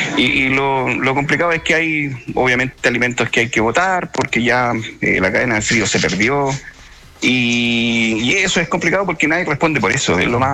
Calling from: La Calera, Valparaíso, Chile; en mi sector donde yo vivo, Villa O'Higgins en La Calera

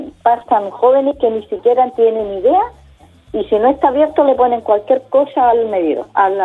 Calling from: Talcahuano, Biobío, Chile; yo soy de acá de Talcahuano, sector Salinas.

